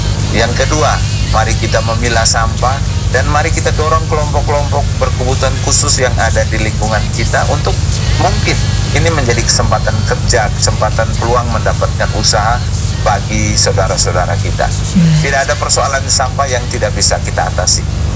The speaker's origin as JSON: {"language": "Indonesian", "town": "Ende", "region": "East Nusa Tenggara", "country": "Indonesia", "said": "citra diri kita, jati diri kita sebagai orang Ende yang bertanggung jawab terhadap kebersihan kota."}